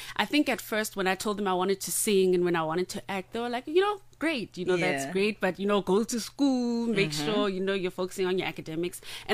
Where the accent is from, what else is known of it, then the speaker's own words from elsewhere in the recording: Johannesburg, Gauteng, South Africa; I grew up, born and bred in Johannesburg